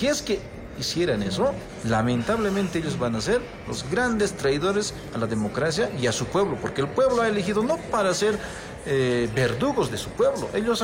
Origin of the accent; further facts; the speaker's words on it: Bolivia; porque todos somos bolivianos. Seamos, independientemente tengamos identidades culturales, aymaras, quechos, guaraníes, blanco, mestizos, pero todos somos bolivianos.